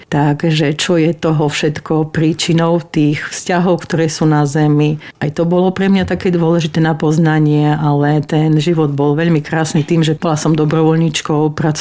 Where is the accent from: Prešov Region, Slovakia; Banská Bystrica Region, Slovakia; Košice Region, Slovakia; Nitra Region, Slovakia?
Prešov Region, Slovakia; Fulianka; moved away as an adult; also born or lived in Israel; now in Bratislava, Slovakia; Ja som sa narodila v meste Prešov, ale pochádzam z dediny Fulianka. Je to taká menšia dedinka pod Kapušanským hradom smerom na Bardejov, takže tam som vyrastala a tam som trávila svoje detstvo s rodičmi aj so súrodencami.